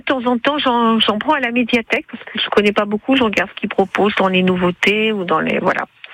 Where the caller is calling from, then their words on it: Concarneau, Brittany, France; on est content de retourner à Concarneau